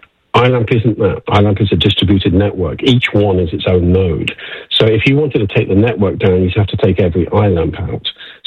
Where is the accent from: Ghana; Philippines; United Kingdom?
United Kingdom; now in United States; I'm a Brit